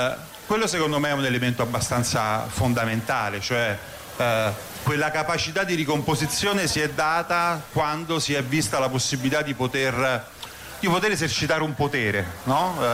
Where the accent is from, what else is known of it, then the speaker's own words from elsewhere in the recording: Rome, Lazio, Italy; Io vengo da Roma, faccio politica, militanza nei movimenti sociali dalla fine degli anni 90